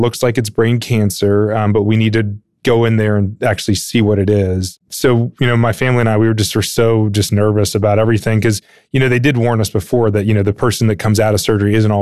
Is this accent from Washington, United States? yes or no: no; Raleigh, North Carolina, United States; born or raised there